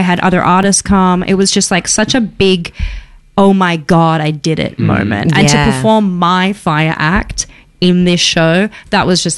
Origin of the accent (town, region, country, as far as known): Australia; moved away